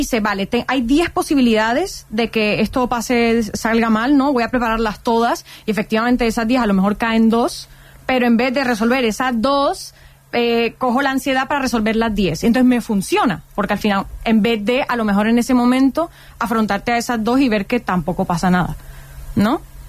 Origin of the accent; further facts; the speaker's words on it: Colombia; Que siempre cuando se enteran de que vengo de Colombia a visitar a mi familia, es control aleatorio.